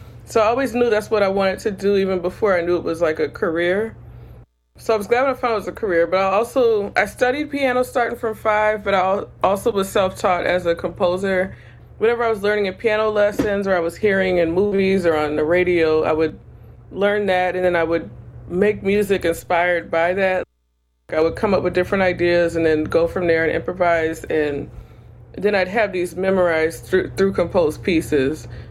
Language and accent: English; New Orleans, Louisiana, United States; I grew up here in New Orleans, where I live now.